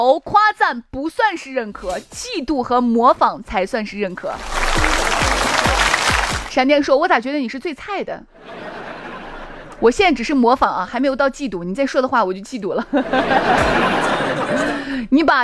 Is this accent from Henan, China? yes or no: no; Xi'an, Shaanxi, China; 最近这几天咱们西安人都要珍惜这种天气